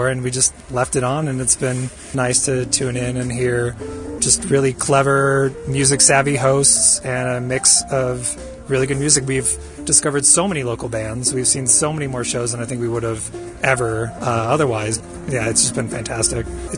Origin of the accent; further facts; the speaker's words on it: Littleton, Colorado, United States; from Littleton. We had moved back to Colorado and we needed a new radio station